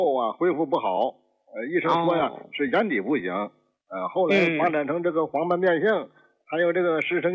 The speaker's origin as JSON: {"language": "Chinese", "town": "Cangzhou", "region": "Hebei", "country": "China", "said": "我是河北沧州的。"}